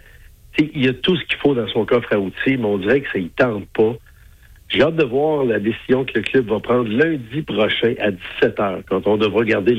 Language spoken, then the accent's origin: French; Saint-Boniface, Quebec, Canada; moi, je suis né et j'ai grandi à Saint-Boniface. Mes parents, mes grands-parents aussi.